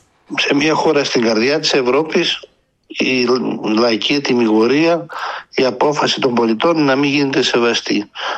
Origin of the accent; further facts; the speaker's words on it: Himara, Vlorë County, Albania; τους συμπατριώτες μου, τους Σημαριώτες